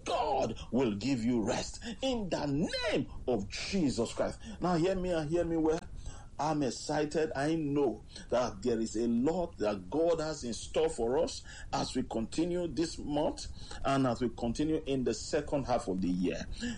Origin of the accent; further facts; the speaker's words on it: Nigeria; I'm from Nigeria